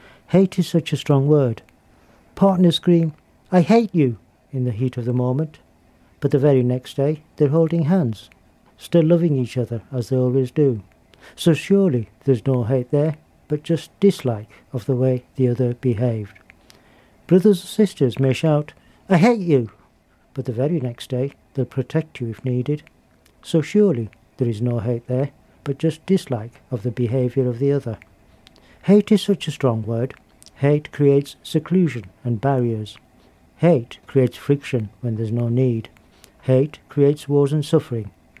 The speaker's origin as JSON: {"language": "English", "region": "North West England", "country": "United Kingdom", "tie": "born or raised there", "accent": "Lancashire", "moved": "yes", "lives_now": "Dudley, United Kingdom", "said": "because I grew up in Lancashire. When I was younger, I couldn't pick up on accents. But I think I've taken more of an interest now. But when I moved to the Black Country"}